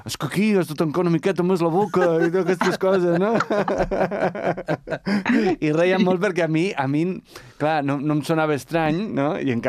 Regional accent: Lleida, Catalonia, Spain; Clar, jo sóc de Lleida. A Lleida, el català no té neutres, per exemple. Nosaltres, el nostre, la nostre, les nostres vocals s'apropen molt més a les vocals castellanes

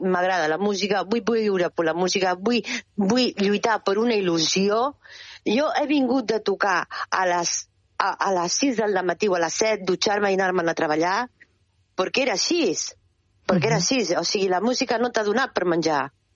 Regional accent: Catalonia, Spain; accent: Empordanese; moved away; also born or lived in Úbeda, Andalusia / La Jonquera; Empordanesa, però és que a més sóc d'Úbeda

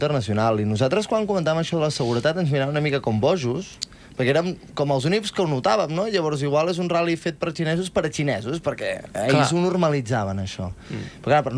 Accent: Girona, Catalonia, Spain; Jo soc de Girona

